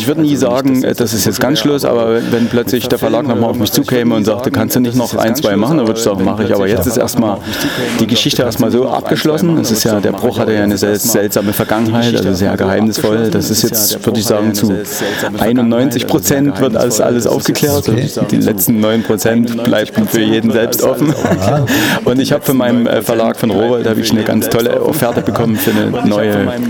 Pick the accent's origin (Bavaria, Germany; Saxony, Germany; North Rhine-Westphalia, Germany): Saxony, Germany; Dresden; Ich bin Dresdner, ja.